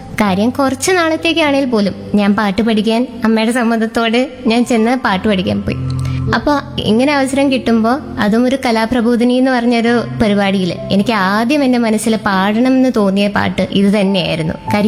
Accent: Tripunithura, Kerala, India; ഞാൻ 3ാം വർഷ BA economics വിദ്യാർത്ഥിനിയാണ്. ഞാൻ തൃപ്പൂണിത്തുറ സ്വദേശിനിയാണ്.

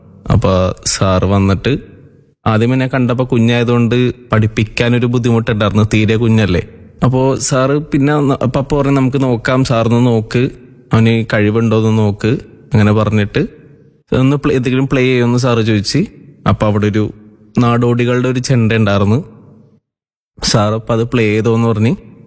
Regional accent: Kochi, Kerala, India; ഞാൻ തോപ്പുംപടി സ്വദേശിയാണ്.

